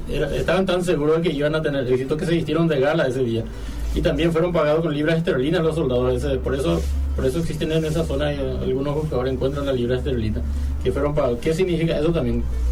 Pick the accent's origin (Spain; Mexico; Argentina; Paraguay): Paraguay; siendo paraguayo